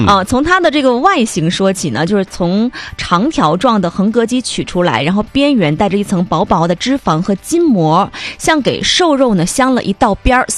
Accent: Northeast China, China

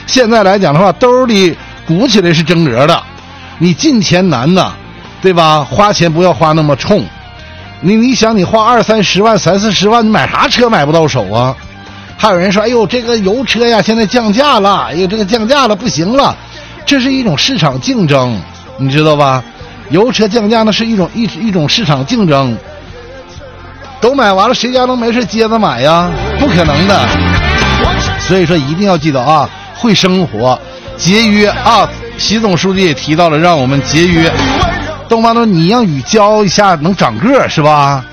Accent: China

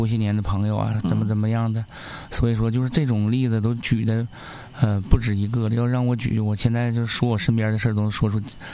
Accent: Northeast China, China; accent: Northeastern dialect

